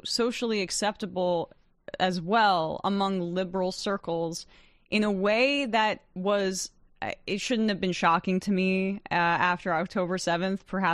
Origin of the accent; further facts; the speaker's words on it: New Jersey, United States; growing up in New Jersey, perhaps, it, you know, you have that, there's a strong Muslim and Palestinian community in North Jersey, which is where I'm from.